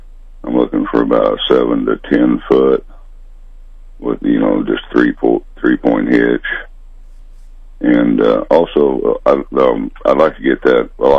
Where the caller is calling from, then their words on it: Marshall, Missouri, United States; I'm calling from Marshall.